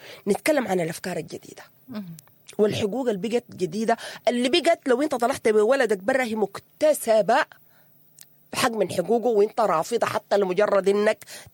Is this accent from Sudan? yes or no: yes; Sudan; نحن سودانيين